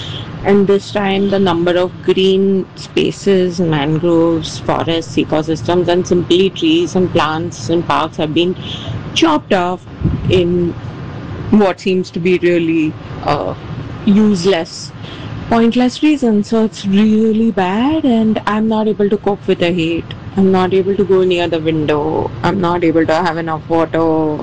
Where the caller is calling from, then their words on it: India; I'm from India, and I'm in an extremely hot and humid place, and it just gets worse year by year.